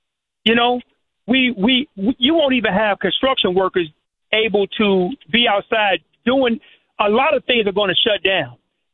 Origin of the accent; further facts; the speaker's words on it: Englewood, Illinois, United States; now in Houston, United States; I'm down here in Houston, Texas, right? That's where I live now, but I grew up in Inglewood.